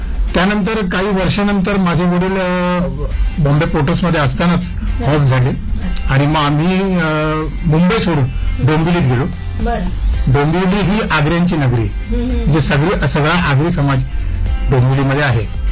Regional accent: Mumbai, Maharashtra, India; born there; also born or lived in Dombivli; मी आधी मुंबईत राहायचो. Okay. वरळी कोळीवाडा हे माझं गाव आणि कोळीवाडा म्हटलं की संपूर्ण कोळ्यांचं गाव येते. आणि माझे वडील होते बॉम्बे पोर्ट ट्रस्ट मध्ये कामाला आणि मी राहायचो कॉलनीमध्ये, डिप्टी कॉलनीमध्ये.

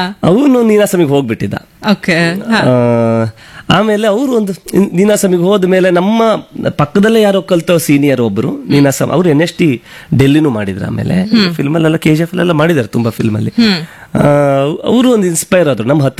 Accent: Udupi district, Karnataka, India; ಅವನು ಮತ್ತೆ ನಾನು ಇಬ್ರು ಉಡುಪಿ ಜಿಲ್ಲೆಯಿಂದ ಸೆಲೆಕ್ಟ್ ಆಗಿದ್ವಿ.

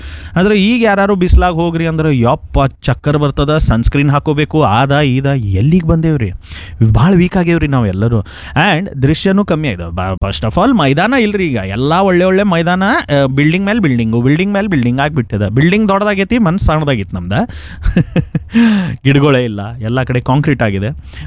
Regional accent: Belagavi, Karnataka, India; ನಮ್ಮ ಬೆಳಗಾವಿ ಕುಂದಾನಗರಿ ಬೆಳಗಾವಿ, ಮಹಾಬಲೇಶ್ವರ ಚಿಕ್ಕ ಮಹಾಬಲೇಶ್ವರ ಅಂತ ಹೇಳ್ತಿದ್ರು ಬಾಲ್ಯದಲ್ಲಿ.

